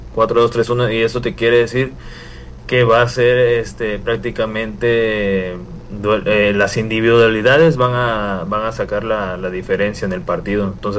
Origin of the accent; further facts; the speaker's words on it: San Juan Evangelista, Veracruz, Mexico; moved away; a mi pueblo, a San Juan Evangelista.